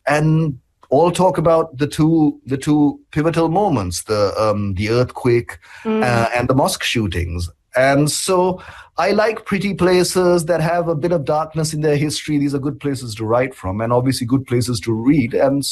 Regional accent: Colombo, Western Province, Sri Lanka; moved away as an adult; But I grew up in Colombo, and Colombo was the big city

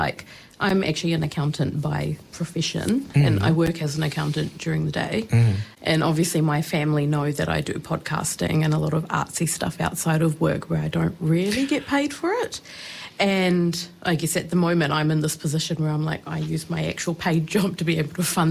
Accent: India; I think I asked this question because I'm Indian. So my parents and a lot of my family have always ingrained in me

